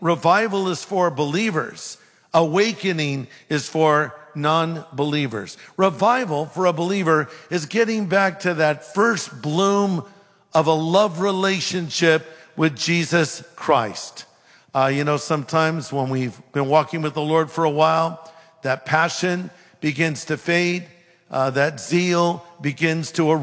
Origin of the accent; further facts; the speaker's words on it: California, United States; I'm from California. He's from North Carolina.